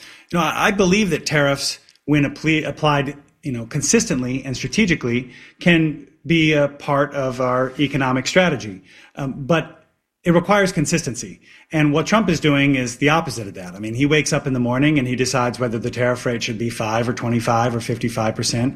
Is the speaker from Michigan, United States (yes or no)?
yes; East Lansing, Michigan, United States; I was raised here in East Lansing. I live downtown Lansing with my wife